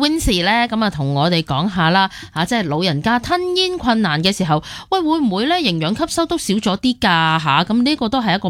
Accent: Hong Kong; 我哋香港人

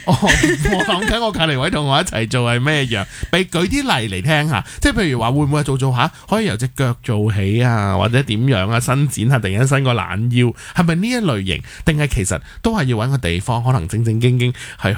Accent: Hong Kong

